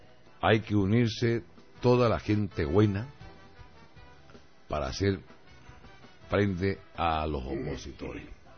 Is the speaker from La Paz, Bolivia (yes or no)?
no; Santa Cruz, Bolivia; Soy camba de pura cepa.